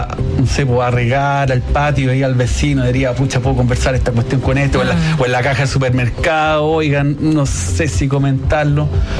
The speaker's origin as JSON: {"language": "Spanish", "town": "Calera de Tango", "region": "Santiago Metropolitan Region", "country": "Chile", "also_born_or_lived": "Talagante", "said": "Yo soy de Calera Tango."}